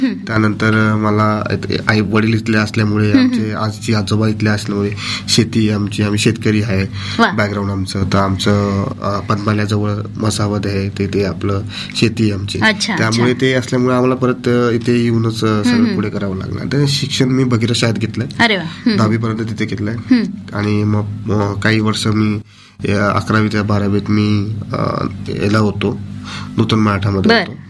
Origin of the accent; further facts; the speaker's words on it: Jalgaon, Maharashtra, India; also born or lived in Mumbai; आणि बालपण माझं आधी म्हणजे आई मुंबईची असल्यामुळे तर आमचं सगळं मुंबईच बालपण होतं स्टार्टिंग पासून. नंतर मग काही वर्षानंतर आमी जळगावातच आलो.